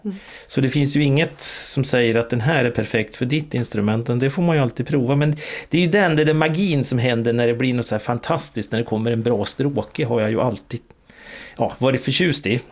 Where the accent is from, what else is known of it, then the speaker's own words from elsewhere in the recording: Jämtland County, Sweden; jag är uppvuxen i Jämtland, så då där hade ju alla älghorn hemma i garaget